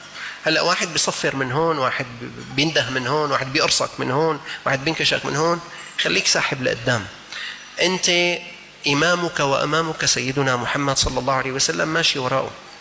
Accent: Syria; عندنا في الشام هذا أمر متوفر

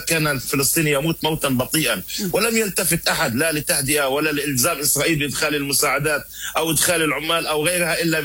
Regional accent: Palestine; وهي تداعيات سلبية علينا كفلسطينيين

